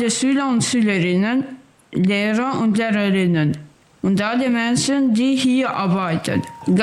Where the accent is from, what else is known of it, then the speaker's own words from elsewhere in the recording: Kosovo; now in Germany; bin 13 Jahre alt, ich komme aus dem Kosovo und ich spreche Albanis und Deutsch.